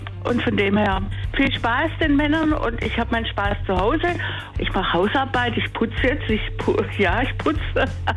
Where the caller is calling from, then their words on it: Bad Wildbad, Baden-Württemberg, Germany; Ich rufe aus Bad Wildbad an.